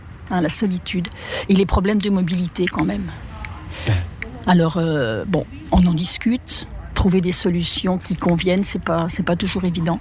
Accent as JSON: {"language": "French", "region": "Auvergne-Rhône-Alpes", "country": "France", "tie": "born or raised there", "said": "je suis quand même du coin. Je suis née à Vinay et j'ai grandi à l'Albinque."}